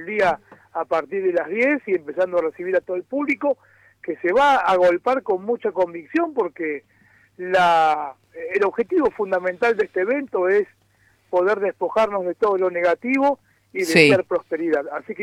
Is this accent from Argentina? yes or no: yes; Argentina; Yo soy de Okinawa, bueno, soy argentino, pero mis ancestros son de Okinawa.